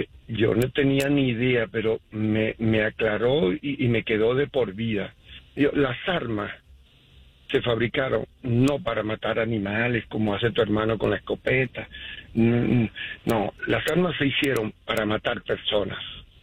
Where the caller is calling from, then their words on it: Utah, United States; No, nos llamo de Utah, ¿no?